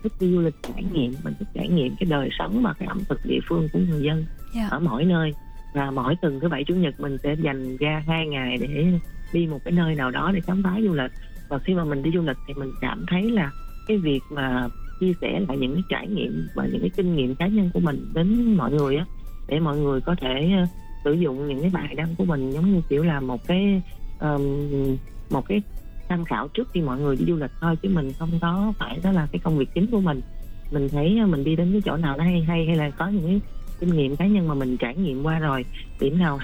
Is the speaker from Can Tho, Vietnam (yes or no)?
no; Vĩnh Long, Vietnam; moved away as an adult; now in Ho Chi Minh City, Vietnam; Mình thì sinh ra lớn lên ở Vĩnh Long, mà mình lên thành phố Hồ Chí Minh thì cũng 20 năm rồi.